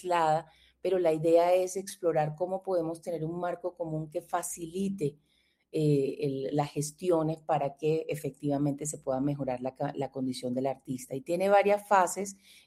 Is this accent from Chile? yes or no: no; Colombia